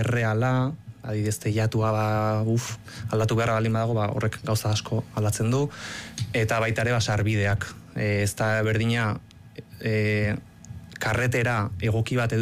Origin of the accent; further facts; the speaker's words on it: Hernani, Basque Country, Spain; ni hernaniarra naiz, beti herrian bizitua